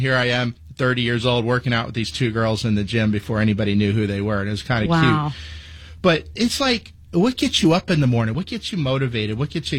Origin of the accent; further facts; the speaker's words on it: Palm Beach Gardens, Florida, United States; I grew up in Palm Beach Gardens, Florida.